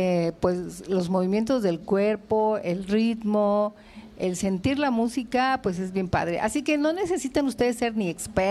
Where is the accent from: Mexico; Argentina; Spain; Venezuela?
Mexico